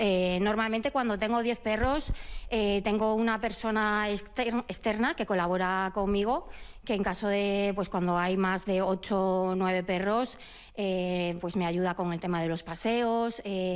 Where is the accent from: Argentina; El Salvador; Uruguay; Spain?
Spain; Galicia; Ya nací en una casa donde teníamos muchos animales. Yo soy gallega y hemos tenido siempre pues gallinas, ovejas, gatos, perros, muchos